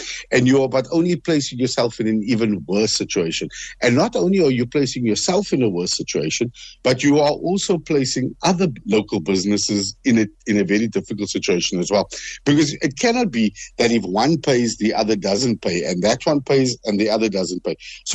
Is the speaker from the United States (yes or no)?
no; Western Cape, South Africa; no, I'm from Manenberg, or no, I'm from Mitchell's Plain, or no, I'm from Bontville